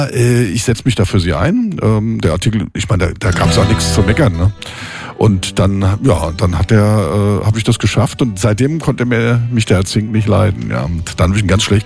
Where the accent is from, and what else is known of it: Mainz, Rhineland-Palatinate, Germany; born or raised there; now in Bodenheim, Germany